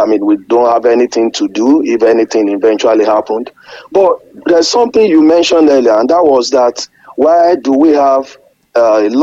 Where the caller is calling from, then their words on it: Ogbomosho, Oyo, Nigeria; I'm calling from Ogbomosho.